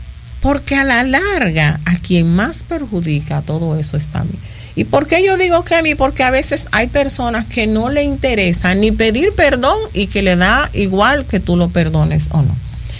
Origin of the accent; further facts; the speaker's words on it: Dominican Republic; Como decimos en buen dominicano